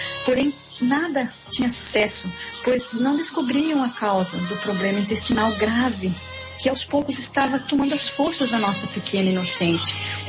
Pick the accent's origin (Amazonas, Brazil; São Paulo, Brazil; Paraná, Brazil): Paraná, Brazil; Toledo; Meu nome é … eu sou aqui da cidade de Toledo, Paraná.